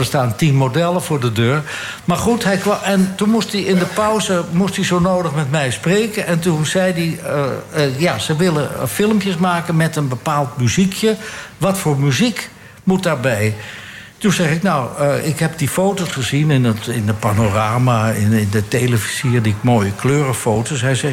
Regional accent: Amsterdam, North Holland, Netherlands; ik kwam uit Amsterdam-Zuid, dus ik sprak nog een beetje netjes.

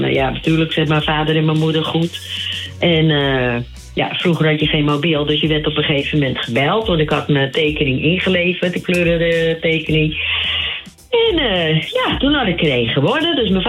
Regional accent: Papua, Indonesia; now in Netherlands; want we woonden nieuwbouw. En achter ons, want ik kwam van Nieuw-Guinea.

